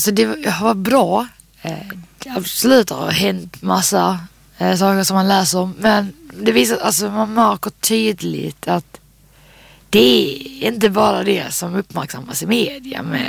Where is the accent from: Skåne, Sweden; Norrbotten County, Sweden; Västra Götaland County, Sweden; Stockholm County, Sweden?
Skåne, Sweden; Landskrona; also born or lived in Marieholm; Jag är uppvuxen där, men från början är jag född i Marieholm. Mm. Men sen har jag ett familjehem i Landskrona när jag var väldigt liten.